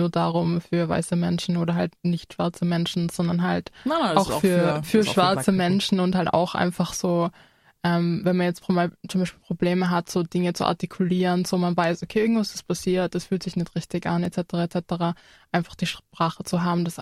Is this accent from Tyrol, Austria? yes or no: yes; Innsbruck, Tyrol, Austria; ich und die Laura sind beide biracial, geboren, aufgewachsen in Innsbruck.